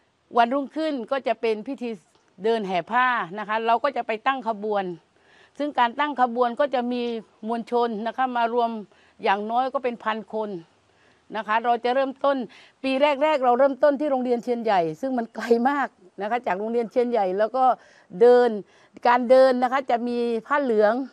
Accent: Pattani, Thailand; moved away as an adult; ดั้งเดิมตัวเองเป็นคนปัตตานีนะคะเป็นพื้นเพคนปัตตานีดั้งเดิมแล้วก็นับถือศาสนาอิสลามนะคะในปี2555ก็คือได้มาสอบบรรจุแล้วก็ได้ที่นี่มาบรรจุข้าราชการที่นี่นะคะ

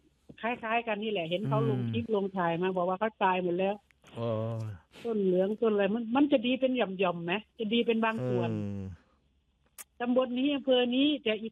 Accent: Isan, Thailand; born there; เรายังขอบคุณที่เกิดเป็นลูกอีสานได้

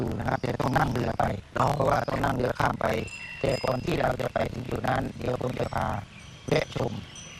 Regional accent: Nam Kam subdistrict, Nakhon Phanom, Thailand

